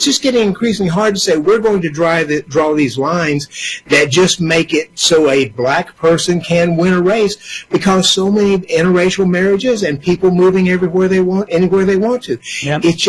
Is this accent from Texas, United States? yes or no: yes; Longview, Texas, United States; born there; I was born in Longview, East Texas, blacks lived in one area at that time.